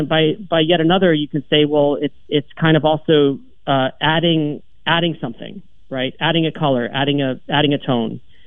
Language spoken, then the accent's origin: English; United States; The other factor was we were American